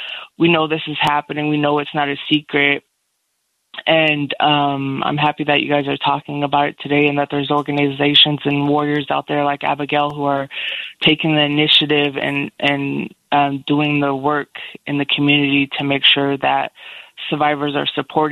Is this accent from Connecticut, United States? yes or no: no; Seattle, Washington, United States; Yeah, hi. I was born and raised in Seattle, so even though I wasn't sex trafficked in Seattle, anybody who's born and raised here knows about Aurora Avenue